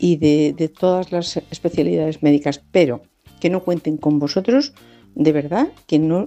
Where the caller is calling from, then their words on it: Valencia, Valencian Community, Spain; llamo desde Valencia.